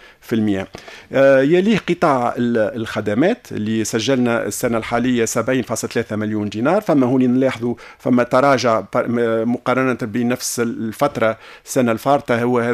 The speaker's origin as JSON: {"language": "Arabic", "country": "Tunisia", "said": "احنا من تونس"}